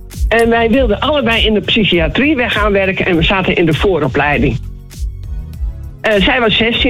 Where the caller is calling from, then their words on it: Grijpskerk, Groningen, Netherlands; ik kom uit Groningen, Grijpskerk.